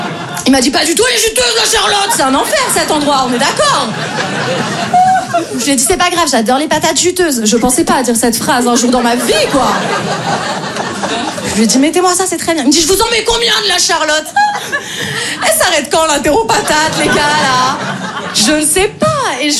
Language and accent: French; Paris, Île-de-France, France; moi je viens de Paris, j'essaye de jouer un peu dans plein de villes en France.